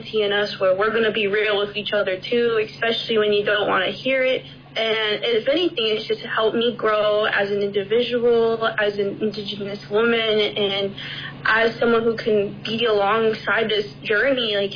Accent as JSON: {"language": "English", "town": "Chandler", "region": "Arizona", "country": "United States", "tie": "born or raised there", "said": "Like, even my hometown in Chandler, like, went to the arcade"}